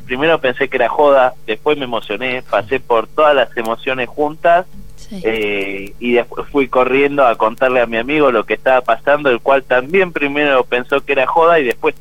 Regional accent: Mar del Plata, Buenos Aires Province, Argentina; Yo soy de acá de Mar del Plata, al igual que mi compañero con el que estoy haciendo todo, que es Leandro.

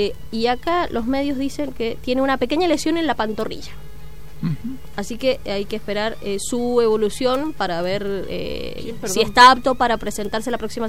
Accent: Mendoza, Argentina; El que nos interesa a nosotros como mendocinos

